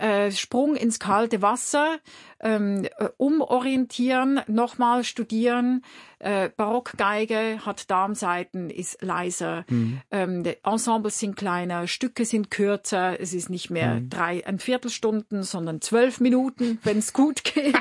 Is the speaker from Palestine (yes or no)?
no; Winterthur, Zurich, Switzerland; weil sie war eine Weile lang in Winterthur, wo ich aufgewachsen bin, im Orchester und war dann später sogenannte Zuzügerin. Ich weiß nicht, wie man das in Deutschland sagt, irgendwie so Aushilfe.